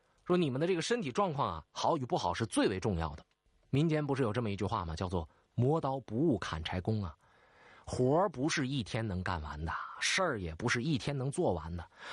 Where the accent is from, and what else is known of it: Northeast China, China; accent: Northeastern